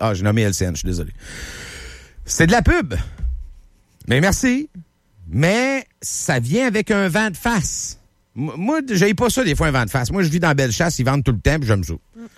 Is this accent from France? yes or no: no; Quebec, Canada; Québécois, nous sommes Québécois.